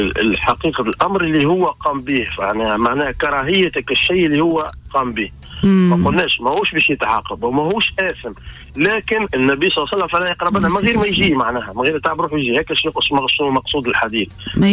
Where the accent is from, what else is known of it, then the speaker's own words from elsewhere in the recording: Tunisia; احنا ديما نمشيو في تونس, في بلادنا تونس ديما نمشيو على المذهب المالكي, كلنا معروفين احنا مالكية.